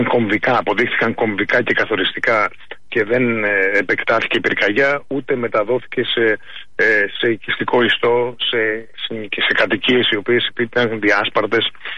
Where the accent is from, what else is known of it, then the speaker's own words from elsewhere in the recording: Greece; στην πατρίδα μου